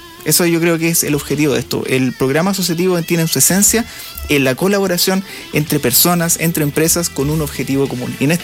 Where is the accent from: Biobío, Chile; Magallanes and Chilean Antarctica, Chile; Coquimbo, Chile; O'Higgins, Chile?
Coquimbo, Chile; La Serena; nosotros comentamos que somos de La Serena o de la región de Coquimbo